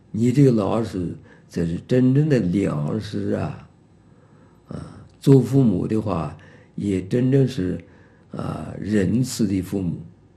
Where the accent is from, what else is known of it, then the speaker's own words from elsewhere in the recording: Taiwan; born there; 就拿台湾来讲，我们生在台湾